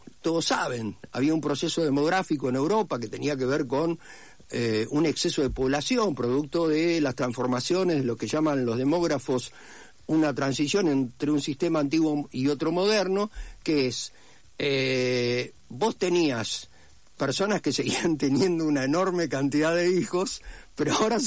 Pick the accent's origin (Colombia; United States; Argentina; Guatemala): Argentina; San Pedro, Buenos Aires Province; Mi pueblo, San Pedro, Chivilcoy tenía una cosa muy particular con la cosa sarmientina